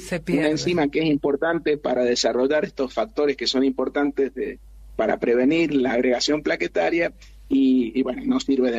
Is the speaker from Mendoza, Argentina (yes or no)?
yes; Mendoza, Argentina; yo soy mendocino.